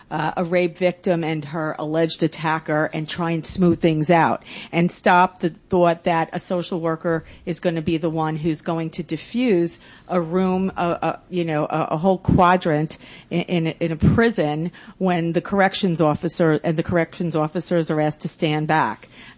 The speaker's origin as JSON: {"language": "English", "town": "Lynbrook", "region": "New York", "country": "United States", "tie": "born or raised there", "lives_now": "Rockville Centre, United States", "said": "I grew up in Lynbrook, where we had village police."}